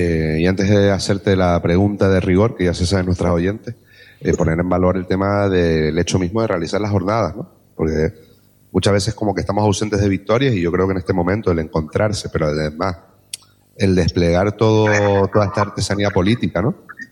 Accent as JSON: {"language": "Spanish", "region": "Canary Islands", "country": "Spain", "said": "para mí como canario"}